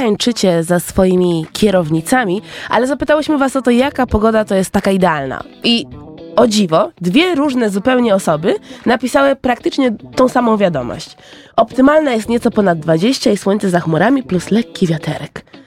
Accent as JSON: {"language": "Polish", "country": "Cameroon", "moved": "yes", "said": "Ja jestem z Kamerunu."}